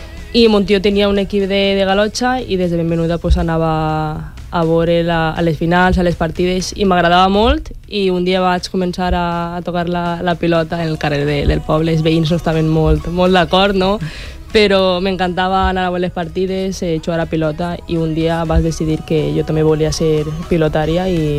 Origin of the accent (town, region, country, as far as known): Beniparrell, Valencian Community, Spain